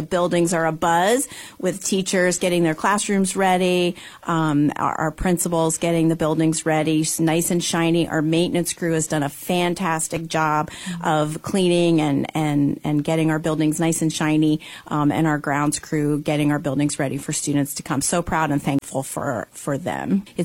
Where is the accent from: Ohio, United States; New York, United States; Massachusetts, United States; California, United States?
Ohio, United States; Salem; moved away as an adult; now in New Philadelphia, United States; I'm from Salem, Ohio.